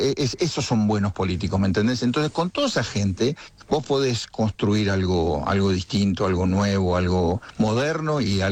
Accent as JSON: {"language": "Spanish", "region": "Mendoza", "country": "Argentina", "said": "en mi provincia con eso, la amargura que hay, porque la verdad que Mendoza, que tiene tantas cosas buenas y tantas cosas lindas"}